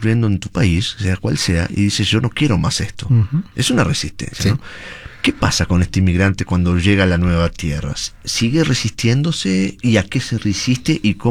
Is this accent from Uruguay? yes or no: yes; Uruguay; now in United States